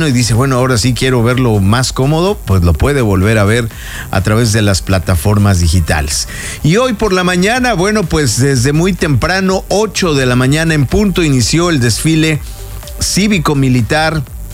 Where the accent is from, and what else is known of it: Mexico